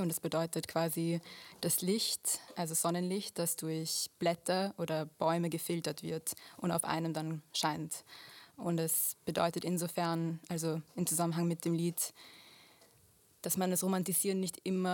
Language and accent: German; Vienna, Austria; born or raised there